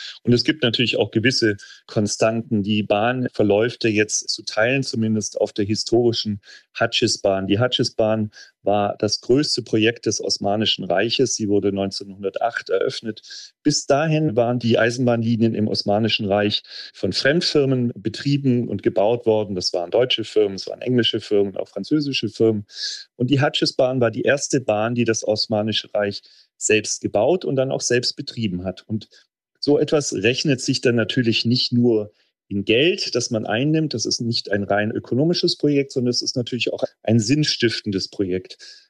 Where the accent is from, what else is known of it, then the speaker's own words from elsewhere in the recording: Germany; Naja, ich als Deutsche sehe seit Jahren, wie schwierig es ist, in Deutschland eine Bahnstrecke zu bauen oder einen Bahnhof zu bauen.